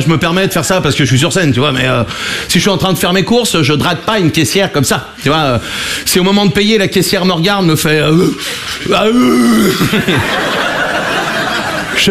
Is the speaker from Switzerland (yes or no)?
no; Brittany, France; Je suis breton. J'ai 21 ans.